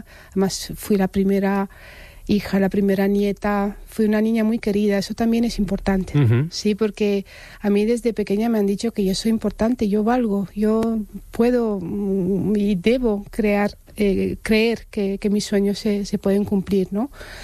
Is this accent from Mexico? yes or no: no; Romania; born there; Spanish is a second language; porque yo nací en Rumanía, en una familia de clase obrera. En los últimos años de la Guerra Fría.